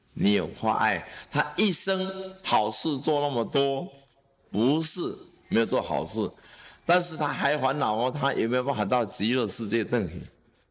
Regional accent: Taiwan; 然后我是台湾人啊，我不怕唔跟啊！

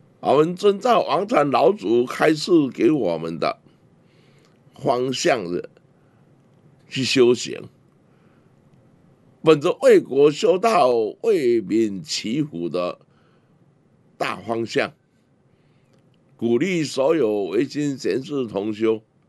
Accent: Taiwan

